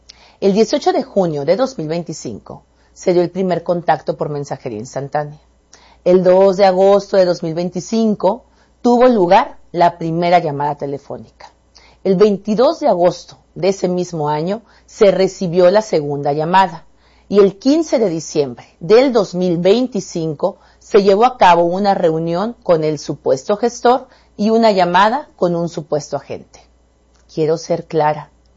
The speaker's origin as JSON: {"language": "Spanish", "country": "Mexico"}